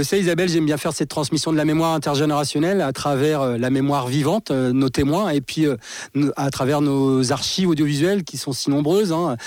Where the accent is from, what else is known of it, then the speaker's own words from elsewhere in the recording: Laval, Pays de la Loire, France; born there; moi je suis né à Laval